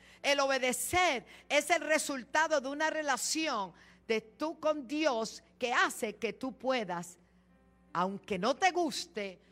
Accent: Puerto Rico; tú sabes, yo soy boricua, para que tú lo sepas.

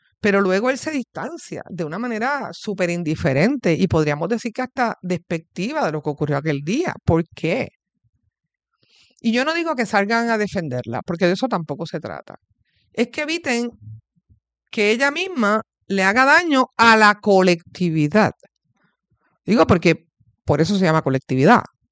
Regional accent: Puerto Rico; así que nada, como muchos puertorriqueños, me di dos copas y me cayeron mal.

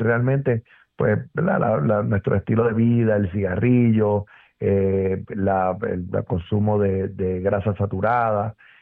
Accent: Puerto Rico

